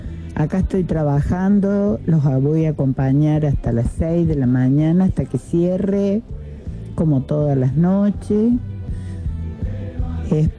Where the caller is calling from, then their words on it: Villa María, Córdoba, Argentina; Hola, Norita … de Villa María.